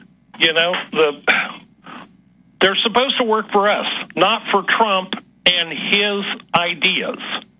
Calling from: Ohio, United States; from Ohio.

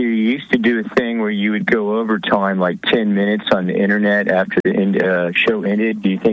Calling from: Tampa, Florida, United States; from Tampa Bay.

